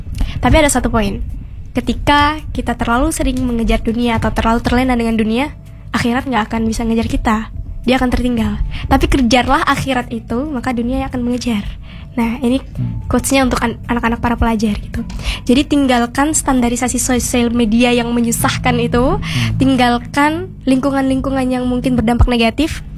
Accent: Singkawang, West Kalimantan, Indonesia; Apalagi kalau saya bawa kota Singkawang, ya kan? Saya orang Singkawang, nilai toleransinya tertinggi gitu.

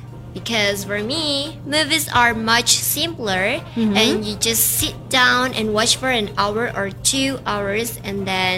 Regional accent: Ambon, Maluku, Indonesia; moved away; we have a cinema back in my hometown in Ambon

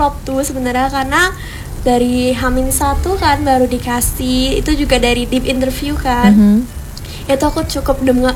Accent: Lampung, Indonesia; Kebetulan aku orang Lampung kan.

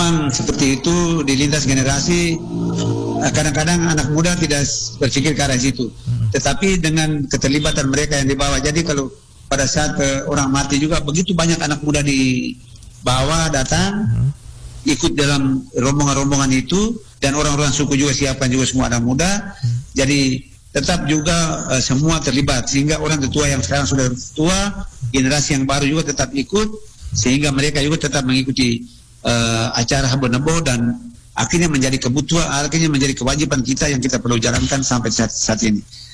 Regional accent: Lembata, East Nusa Tenggara, Indonesia; di kita di Lamaholot, di Lembata, khususnya di kita di kampung-kampung kami ini

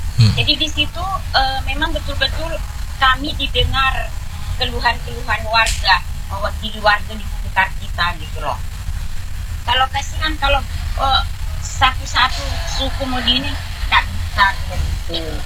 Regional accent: East Kalimantan, Indonesia; Karena kami ini dari Kaltim ini bukan cuma satu suku

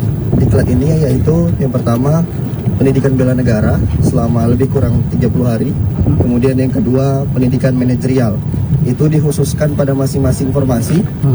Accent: Medan, North Sumatra, Indonesia; saya berasal dari Medan, Sumatera Utara.

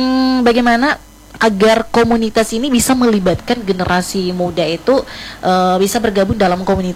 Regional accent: Ambon, Maluku, Indonesia; saya asli bukan asli sih, tapi lahir besar di Ambon, tapi papa orang Banda, mamanya Buru Selatan gitu.

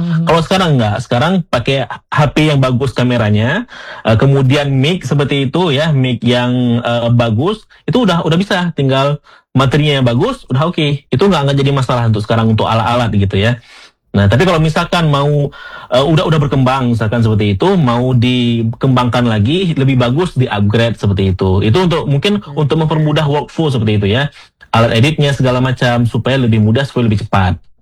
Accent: Aceh, Indonesia; Kita orang Aceh malu, besar malunya.

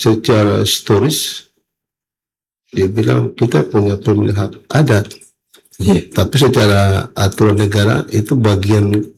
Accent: Papua, Indonesia; kita sebagai anak Papua sendiri

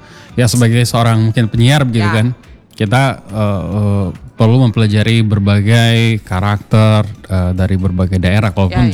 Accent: Palu, Central Sulawesi, Indonesia; born there; Saya sebenarnya lahir di sini loh, ya lahir di sini gua, ya lahir di sini cuma banyak ini berpetualangan di.

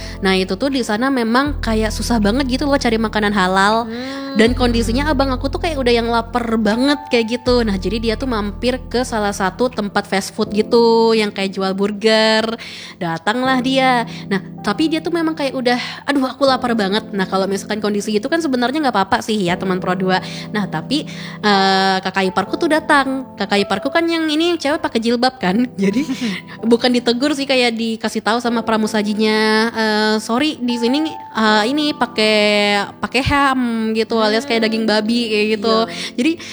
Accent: South Kalimantan, Indonesia; Enggak, aku bukan orang Cina teman pro 2. Aku orang Banjar kayak gitu.

